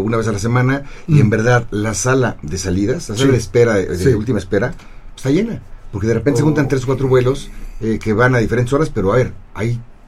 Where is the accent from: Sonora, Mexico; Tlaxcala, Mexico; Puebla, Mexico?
Puebla, Mexico; Zacapoaxtla; gente de Zacapuazcla, mi tierra querida